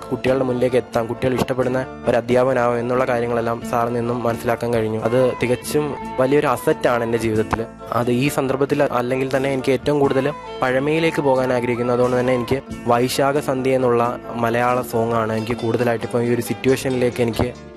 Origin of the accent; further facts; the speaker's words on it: Anchal, Kerala, India; കൊല്ലം അഞ്ചലാണ് എന്റെ സ്വദേശം.